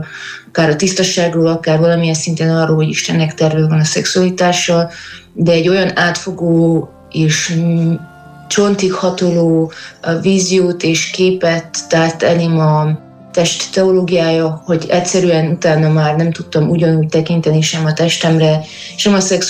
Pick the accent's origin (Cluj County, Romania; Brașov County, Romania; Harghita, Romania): Brașov County, Romania; Brașov; now in Târgu Mureș, Romania; Brassóiak vagyunk, de Marosvásárhelyen élünk már egy jó ideje.